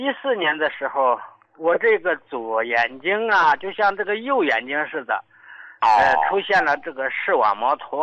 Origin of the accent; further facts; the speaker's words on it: Northeast China, China; moved away as an adult; now in Xiamen, China; 我老家呢是东北的，由于啊这个工作的原因，后来呢来到了这个厦门定居了。